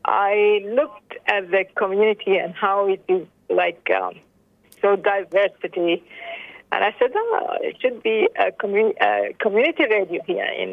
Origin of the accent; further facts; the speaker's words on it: Khartoum, Sudan; moved away as an adult; now in Australia; I was born and raised in Khartoum, Sudan, where I completed all my primary and secondary education.